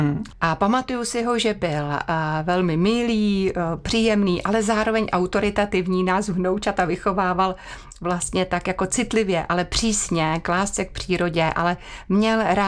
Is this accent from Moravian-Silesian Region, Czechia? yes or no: no; Paseky nad Jizerou, Liberec Region, Czechia; now in Prague, Czechia; jsem se narodila v Pasekách. To je rozmezí Jizerských hor a Krkonoš. Jsem opravdu křtěná Jizerou.